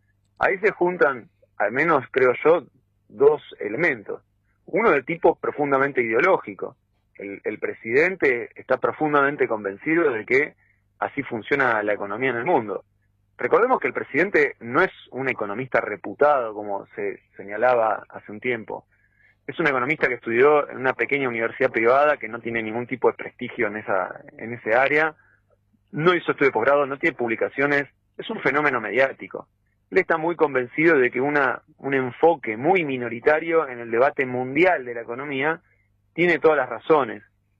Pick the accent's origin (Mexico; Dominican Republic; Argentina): Argentina; la mayoría de los argentinos no tenemos nada que decir.